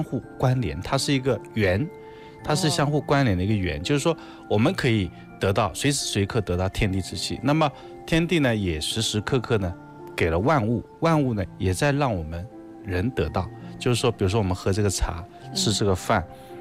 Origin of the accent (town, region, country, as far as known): China